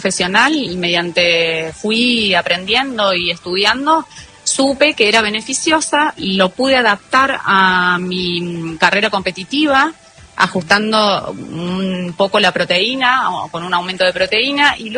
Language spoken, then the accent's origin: Spanish; Argentina; Como argentino, tan lejos de casa.